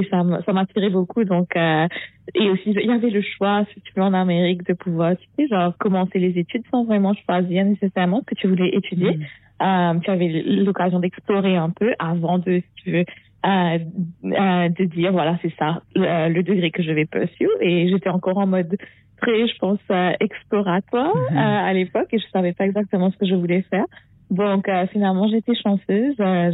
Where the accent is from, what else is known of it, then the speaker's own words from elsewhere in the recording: Mauritius; moved away as an adult; now in United States; Je suis née à Vakwa j'ai grandi à Maurice.